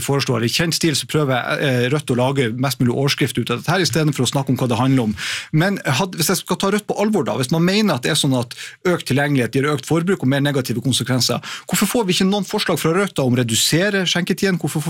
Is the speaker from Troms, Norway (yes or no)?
yes; Harstad, Troms, Norway; i min hjemby Harstad